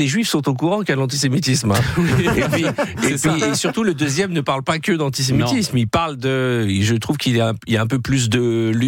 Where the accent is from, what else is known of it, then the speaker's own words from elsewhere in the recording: France; moi je suis français, moi je m'occupe pas de la politique israélienne, j'ai déjà du mal à comprendre la politique en France.